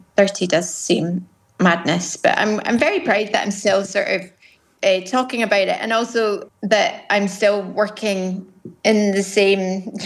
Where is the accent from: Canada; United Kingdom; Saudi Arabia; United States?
United Kingdom; Scotland; But, you know, I'm not playing English, I'm Scottish